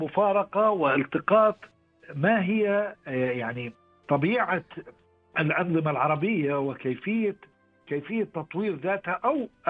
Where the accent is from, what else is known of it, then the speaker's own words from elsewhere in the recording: Kuwait; moved away as an adult; also born or lived in Baghdad, Iraq; أنا يعني تربيت وترعرعت بالكويت، أكملت دراستي الجامعية في جامعة بغداد صحافة وإعلام